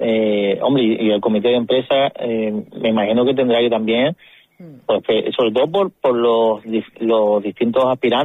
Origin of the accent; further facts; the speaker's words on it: Lanzarote, Canary Islands, Spain; nosotros somos de la isla, tanto tú como yo de Mersa hemos tenido la oportunidad de hacer nuestro trabajo profesional aquí, de vivir aquí, de tener nuestra casa. Nuestros padres también vivieron aquí, nuestros abuelos